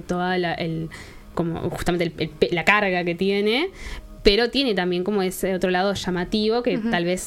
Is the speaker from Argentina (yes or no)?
no; Uruguay; para uno como uruguayo, como uruguaya